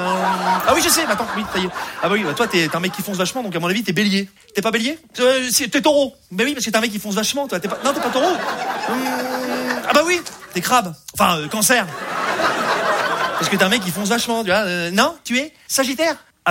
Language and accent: French; Rouen, Normandy, France; je viens de Rouen, voilà, je vous le dis, hein. Je sais pas si vous connaissez un peu Rouen, c'est la Normandie, voilà. Rouen, c'est la ville aux 100 clochers